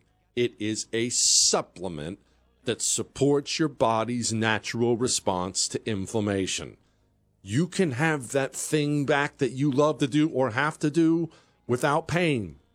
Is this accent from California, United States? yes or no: no; Bozeman, Montana, United States; I grew up in Bozeman, which was small back then. It's way bigger now, kind of got ruined, but small back then.